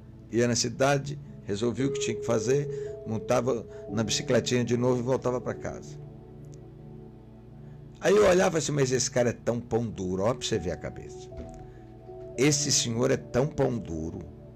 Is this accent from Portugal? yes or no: no; Minas Gerais, Brazil; born there; moved away; lá na minha região, lá em Minas Gerais, lá no Vale do Rio Doce